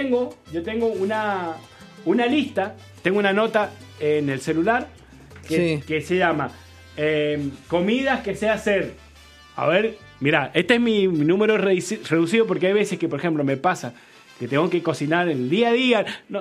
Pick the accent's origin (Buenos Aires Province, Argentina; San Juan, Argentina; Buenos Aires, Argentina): San Juan, Argentina; y me he dado cuenta que los sanjuaninos somos más españoles.